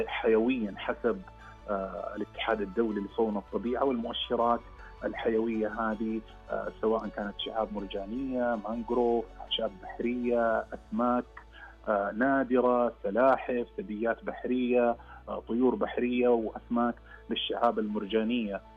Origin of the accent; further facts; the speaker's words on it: Saudi Arabia; جدا جدا جدا سعيدين أننا نثبت كسعوديين